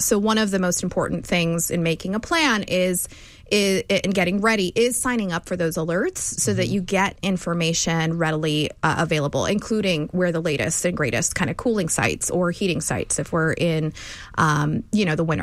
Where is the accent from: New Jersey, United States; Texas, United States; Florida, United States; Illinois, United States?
Texas, United States; Houston; I was born and raised in Houston. I love Houston.